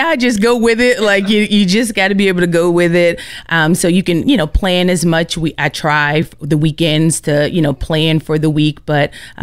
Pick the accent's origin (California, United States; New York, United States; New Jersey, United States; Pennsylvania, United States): New York, United States; Staten Island; also born or lived in Charlotte, North Carolina; now in Florida, United States; I am originally from Staten Island, New York. I lived in Charlotte, North Carolina for a while before coming to Florida, and we've been in Florida for the past 10 years.